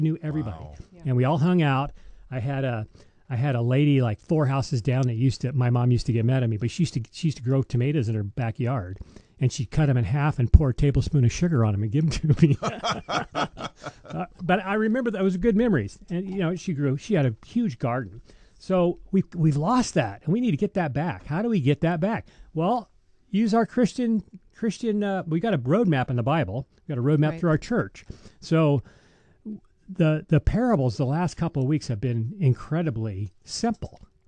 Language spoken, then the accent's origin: English; Alabama, United States; I remember growing up in Alabama.